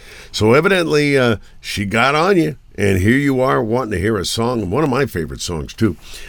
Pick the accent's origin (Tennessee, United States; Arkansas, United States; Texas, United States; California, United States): California, United States; Huntington Beach; And see, I'm from Huntington Beach, California. You know that, Shotgun.